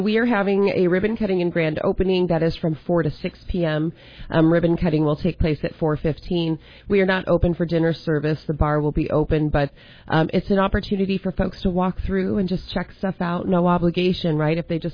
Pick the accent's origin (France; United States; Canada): United States; Washington; Like I grew up shooting and archery and hunting, and I mean I'm from Washington, not Wisconsin